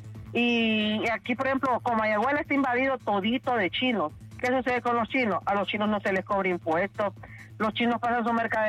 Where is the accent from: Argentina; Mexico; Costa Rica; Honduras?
Honduras; vienen ellos, vienen a nuestro país, supuestamente lo trajeron para que nosotros como creciéramos como hondureños, ¿verdad?